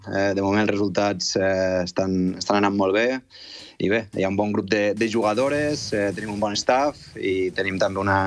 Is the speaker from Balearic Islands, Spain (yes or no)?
no; Gandesa, Catalonia, Spain; segueixo vivint aquí a Catalunya, segueixo vivint a Gandesa, el meu poble natal